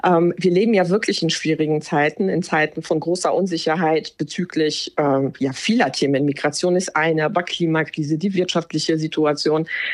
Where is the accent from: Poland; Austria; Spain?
Poland; now in Germany; das ist, wie ich mich jetzt als Polin fühle und das ist jetzt, wie ich mich als Deutsche fühle, sondern ich glaube, das Besondere ist eben, dass es so ein Mischwesen ist